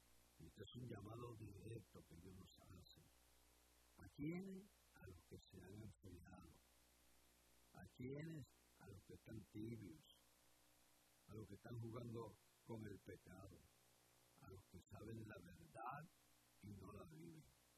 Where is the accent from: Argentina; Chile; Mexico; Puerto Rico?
Puerto Rico; Vega Baja; Yo soy del pueblo de Vega Baja